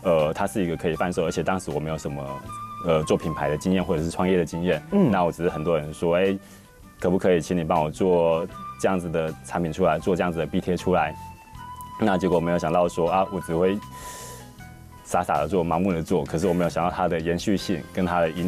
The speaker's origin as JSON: {"language": "Chinese", "country": "Taiwan"}